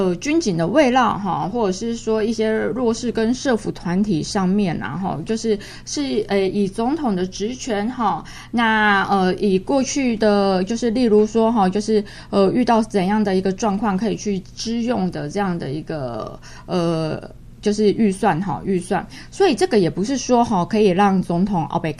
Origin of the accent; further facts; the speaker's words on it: Taiwan; 就是我们是台湾人，不是中国人